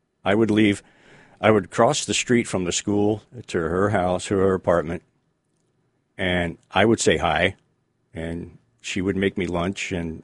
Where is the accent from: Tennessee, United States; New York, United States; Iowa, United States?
New York, United States; New York City; I'm Brooklyn. Brooklyn-born.